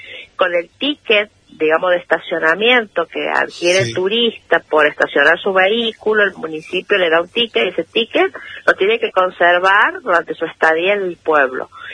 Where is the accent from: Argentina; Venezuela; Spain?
Argentina; La Carolina, San Luis; La Carolina es un pueblito muy, muy antiguo acá de la provincia de San Luis